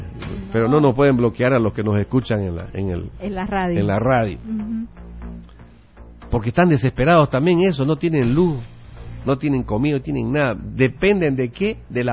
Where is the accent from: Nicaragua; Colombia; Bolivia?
Bolivia; como bolivianos en todo el país